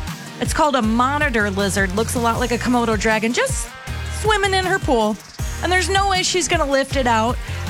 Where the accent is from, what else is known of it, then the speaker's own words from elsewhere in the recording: Midwest, United States; moved away; So I'm from the Midwest, born and raised, lived on different coasts, lived all over the country, came back home.